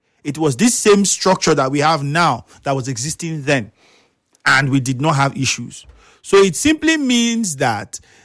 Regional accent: Nigeria; as a Nigerian, speaking as a Nigerian

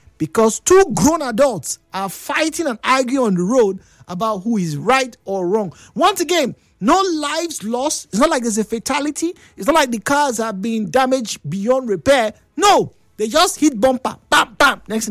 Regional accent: Nigeria; as a Nigerian

